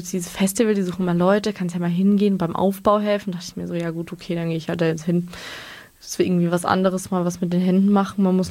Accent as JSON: {"language": "German", "town": "Lörrach", "region": "Baden-Württemberg", "country": "Germany", "lives_now": "Freiburg, Germany", "said": "weil ich bin aus Lörrach und kannte das Kaffee-Irrlicht nicht wirklich"}